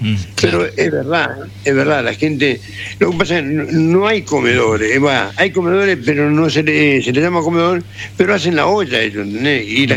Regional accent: Argentina; digo, yo soy argentino.

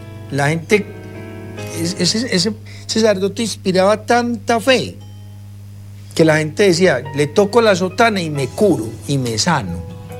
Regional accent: Sabaneta, Antioquia, Colombia; accent: paisa; nosotros somos de Sabaneta

